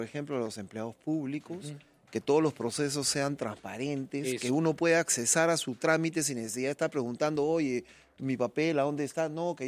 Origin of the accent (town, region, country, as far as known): Peru